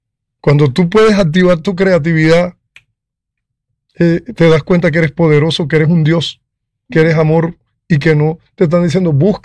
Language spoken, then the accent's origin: Spanish; Colombia; Yo no me voy de Colombia si me dicen voluntariamente porque yo soy feliz en mi país.